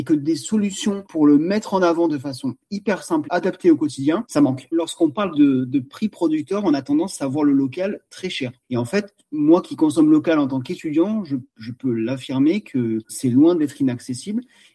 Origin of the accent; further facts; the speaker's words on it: Provence-Alpes-Côte d'Azur, France; Nous, on est originaire des Hautes-Alpes et c'est vrai qu'on a toujours été habitués à bien manger